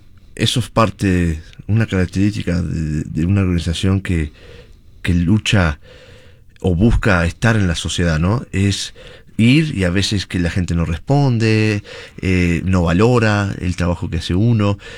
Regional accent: Uruguay; now in Utah, United States; yo soy uruguayo.

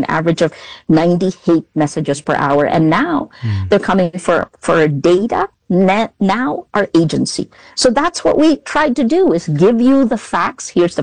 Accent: Philippines; Because I come from the Philippines.

